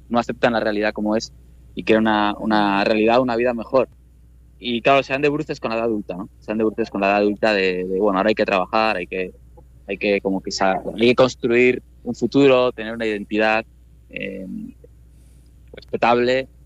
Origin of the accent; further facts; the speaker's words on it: Pamplona, Navarre, Spain; Yo soy de Pamplona, que es una ciudad medio vasco parlante, y no hablo la lengua